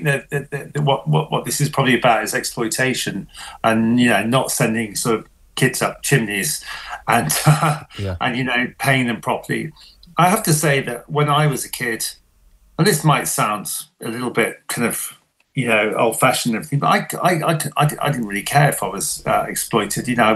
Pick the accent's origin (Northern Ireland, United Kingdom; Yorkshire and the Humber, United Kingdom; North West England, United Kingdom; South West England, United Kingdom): Yorkshire and the Humber, United Kingdom; I grew up in East Yorkshire, in the north of England